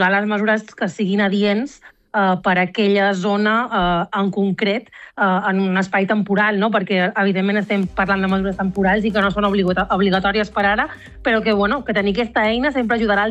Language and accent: Catalan; Palma, Balearic Islands, Spain; now in Barcelona, Spain; jo que vinc de les Illes Balears, de Palma